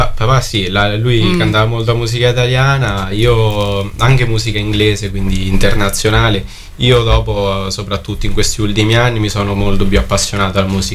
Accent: Treia, Marche, Italy; Io di Treia

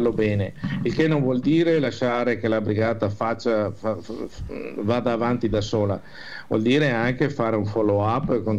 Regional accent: Veneto, Italy; un po' perché siamo veneti, un po' perché sono veneto

